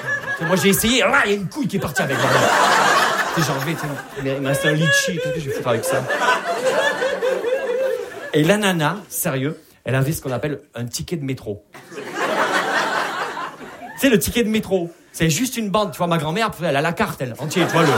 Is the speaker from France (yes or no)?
yes; Perpignan, Occitanie, France